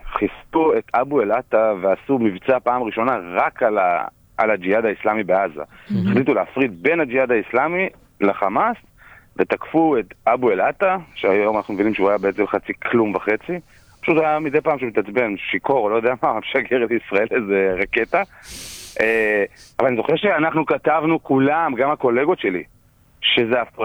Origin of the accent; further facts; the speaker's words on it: Morocco; אני מרוקאי, אתה רוצה לצאת הרעיון הזה? מרוקאי?